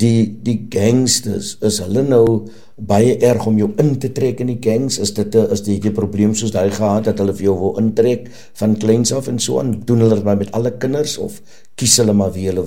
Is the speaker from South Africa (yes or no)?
yes; Cape Town, Western Cape, South Africa; ek het in Steenberg groot geword, ek het langs in een van die grootste gangs leaders geblei.